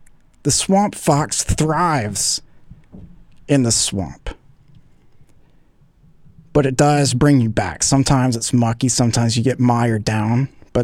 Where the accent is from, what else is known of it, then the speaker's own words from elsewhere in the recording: Columbia, South Carolina, United States; I've always thought that about my hometown of Columbia.